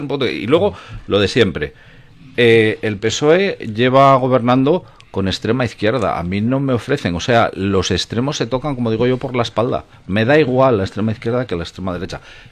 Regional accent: Spain; yo soy español

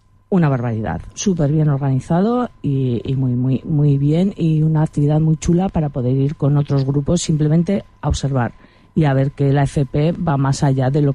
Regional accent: Monreal del Campo, Aragon, Spain; born or raised there

